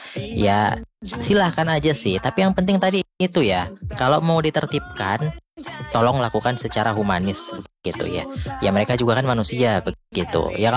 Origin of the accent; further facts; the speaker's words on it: Medan, North Sumatra, Indonesia; kita orang Medan